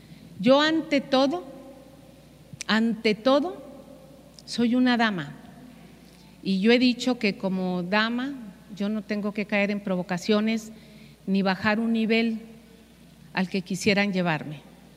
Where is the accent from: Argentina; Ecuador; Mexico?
Mexico; Y yo soy mexicana.